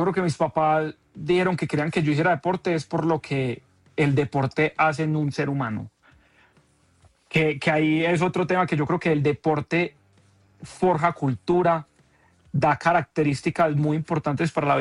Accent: Colombia; Nosotros vamos a representar a Colombia y demostrarlo de lo que somos capaces los colombianos.

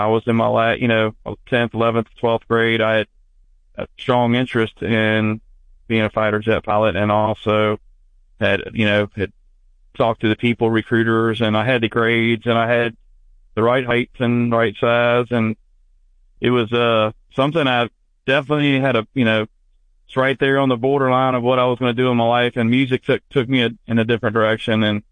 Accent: Virginia, United States; A lot of friends, a lot of relatives, especially growing up in the Tidewater, Virginia area, with all our, we have Norfolk Naval Base and so many bases around and Army bases, but a lot of military presence where I'm from.

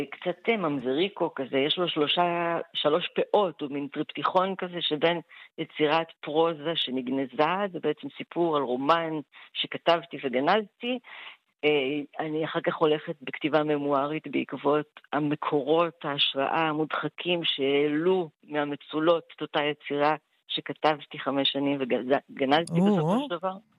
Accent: Kfar Saba, Central District, Israel; אני בתור נערה, ועוד קודם כילדה, בשבוע הספר בכפר סבא

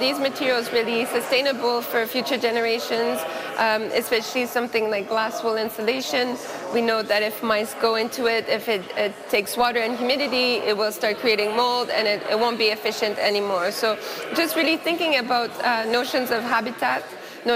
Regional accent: Aylmer, Quebec, Canada; also born or lived in Ottawa; I grew up partly in Aylmer, Quebec, so just on the other side of the river from the National Gallery. I used to come to Ottawa all the time. This is my place. This is where I grew up.

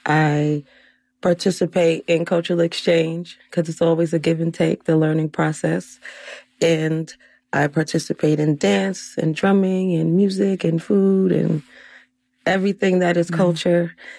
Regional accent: New York, United States; born or raised there

